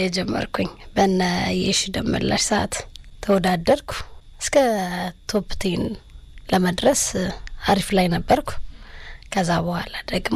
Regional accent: Gondar, Amhara, Ethiopia; also born or lived in Debark / Bahir Dar / Addis Ababa; ትውልዴ በጌ ምድር ውስጥ በጣም የምትወደድ የቱሪስት መስህብ የሆነች ሀገር ደባርቅ ነው የተወለድኩት። እርግጤ ደግሞ ጎንደር፣ ባህር ዳር፣ አዲስ አበባ እያልኩ ነው ያደግኩት

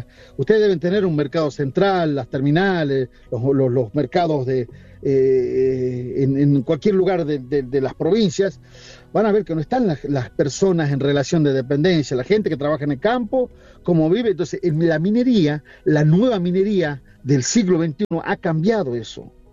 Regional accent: Argentina; estamos constantemente tratando de entender la política económica e ir para adelante como argentinos, ¿no?

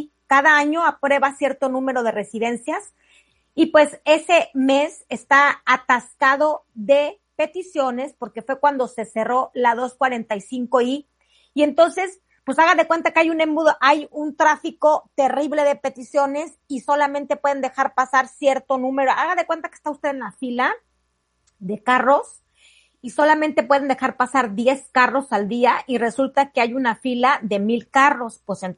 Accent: Mexico; somos muchísimos mexicanos.

